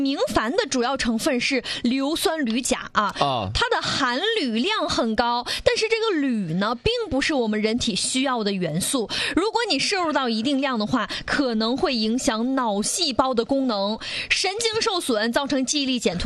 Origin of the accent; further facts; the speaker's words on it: Northeast China, China; 因为我们东北人特别喜欢吃炖菜嘛，